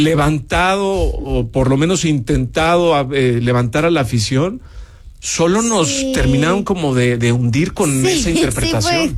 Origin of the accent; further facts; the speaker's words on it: Mexico; cómo nos pasa como cultura, como mexicanos, como profesionales, esto, ¿no?